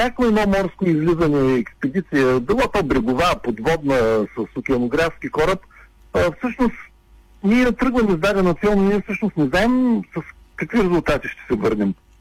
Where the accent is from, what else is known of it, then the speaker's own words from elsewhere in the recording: Varna, Varna Province, Bulgaria; Роден съм във Варна, през целия си живот съм бил тук, с изключение на времето, когато съм учил в университет.